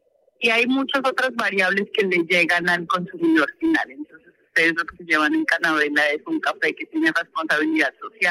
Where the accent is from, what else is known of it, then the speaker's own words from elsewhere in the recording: Pupiales, Nariño, Colombia; born there; yo soy una ciudadana del departamento de Nariño. Nací en Pupiales, Nariño, a 3.150 metros sobre el nivel del mar.